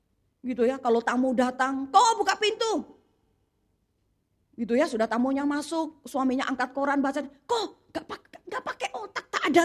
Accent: Soe, East Nusa Tenggara, Indonesia; Saya orang Kupang, saya orang Soe gitu ya, Soe dingin saudara.

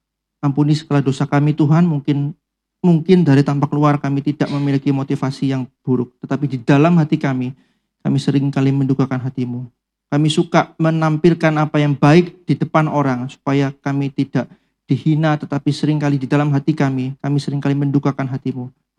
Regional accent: Java, Indonesia; accent: medok; pernah kuliah di sebuah kampus swasta di Surabaya, jurusan sastra Inggris. Tapi jangan tanya Inggris ke saya, karena medok saudara, gak enak.

